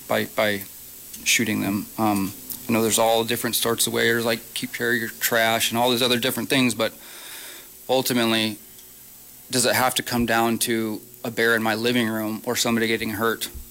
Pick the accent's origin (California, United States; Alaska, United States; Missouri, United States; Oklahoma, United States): Alaska, United States; Kodiak; born or raised there